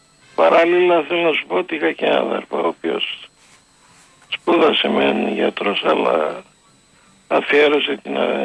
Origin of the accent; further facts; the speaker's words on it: Thessaloniki, Central Macedonia, Greece; Γιατί γεννήθηκα στην Άνω Πόλη στα Κάστρα.